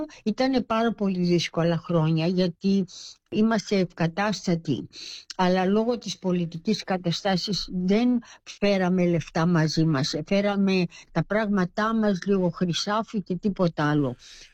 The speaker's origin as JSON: {"language": "Greek", "town": "Perth", "region": "Western Australia", "country": "Australia", "tie": "born or raised there", "also_born_or_lived": "Melbourne / Athens", "moved": "as an adult", "lives_now": "Gold Coast, Australia", "said": "γυρίσαμε πίσω στο Perth και μεγαλώσαμε στο Perth. Όταν είμαστε 20 χρονών, 21 χρονού, η αδελφή της μητέρας μου από την Κύπρο πλήρωσε για την αδελφή μου και εγώ να έρθουμε στην Κύπρο και να δούμε την Ευρώπη."}